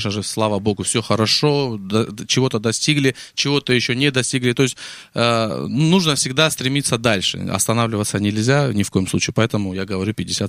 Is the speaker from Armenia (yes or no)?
yes; Armenia; Смотрите, я армянин. Я, естественно, пою восточные песни, там, кавказские песни, армянские песни.